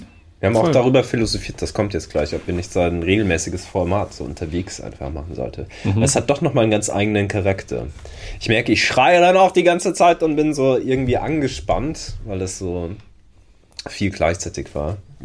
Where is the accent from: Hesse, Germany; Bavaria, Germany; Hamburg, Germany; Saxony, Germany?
Bavaria, Germany; Ich bin ein Bayer, auch wenn ich kein Bayerisch spreche.